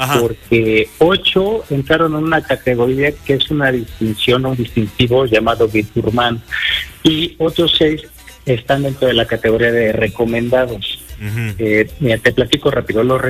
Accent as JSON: {"language": "Spanish", "region": "Puebla", "country": "Mexico", "said": "y obviamente como poblanos es un orgullo decir que ya tenemos 14 establecimientos poblanos reconocidos dentro de esta guía."}